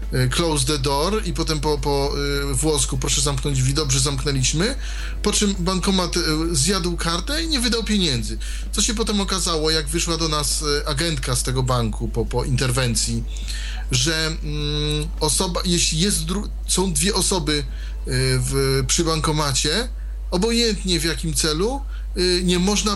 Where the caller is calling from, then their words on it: eastern Poland, Poland; dzwonię z Polski C, gdzie nie ma ani żadnych ani żadnych euronetów i nie ma ani jednego banku City Handlowego